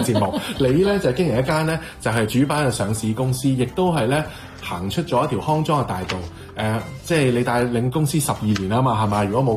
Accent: Hong Kong; born there; 陪伴住好多代嘅香港嘅小朋友，包括我在內成長嘅

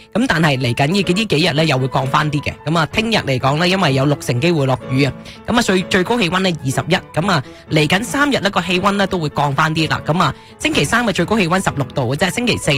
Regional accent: Canada; 作为加拿大人好高兴啊

